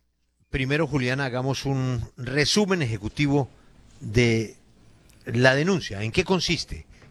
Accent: Barquisimeto, Lara, Venezuela; No, pero usted se imagina, usted y yo que somos llaneros y de Barquisimeto, con esas canciones, Daniel.

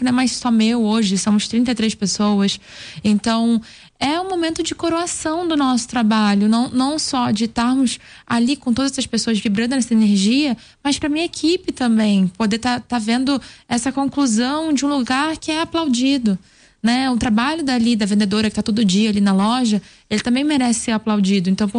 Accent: Niterói, Rio de Janeiro, Brazil; also born or lived in Belém; now in São Paulo, Brazil; Eu nasci em Belém do Pará, eu fui criada em Niterói e eu moro em São Paulo.

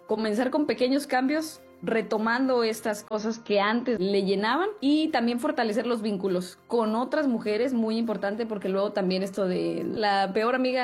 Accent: Mexico; Necesitaríamos redefinir juntos como latinos, como mexicanos, lo que es ser una buena madre.

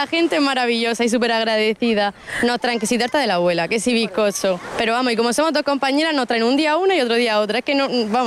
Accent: Cartagena, Region of Murcia, Spain; Yo de Cartagena.

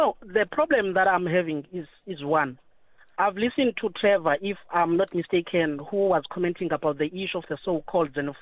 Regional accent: South Africa

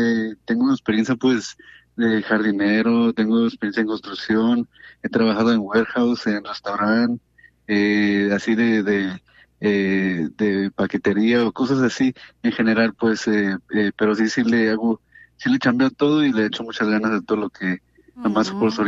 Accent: Jalisco, Mexico; now in Santa Ana, United States; Yo soy de aquí, de Santana, pero yo soy originario de Jalisco.

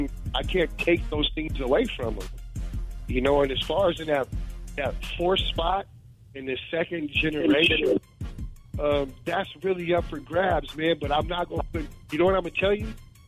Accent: Alaska, United States; they find out I'm from Alaska

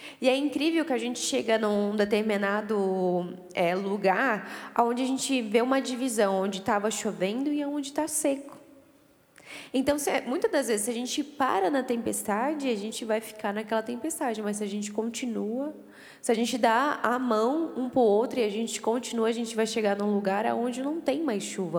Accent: Southern Brazil, Brazil; moved away; Nós que somos lá do sul, a gente gosta mais do frio

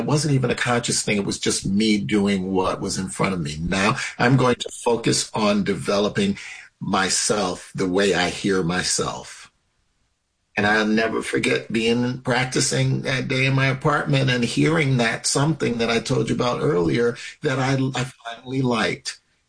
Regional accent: New York City, New York, United States; Well, so I grew up in New York City

